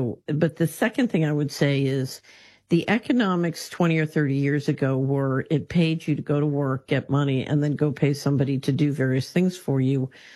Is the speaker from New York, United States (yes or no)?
no; Philadelphia, Pennsylvania, United States; I grew up in West Philadelphia.